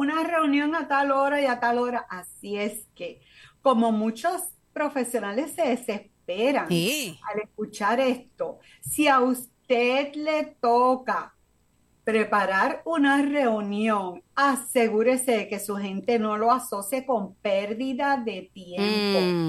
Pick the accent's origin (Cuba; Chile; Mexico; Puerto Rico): Puerto Rico; Sabemos, todos somos puertorriqueños, ¿verdad?